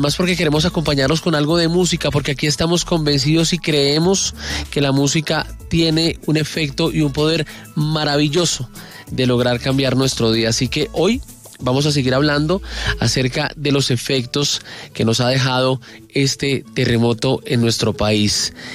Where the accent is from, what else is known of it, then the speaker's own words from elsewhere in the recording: Colombia; porque a todos nos duele como colombianos la situación que se presentó esta semana en nuestro país.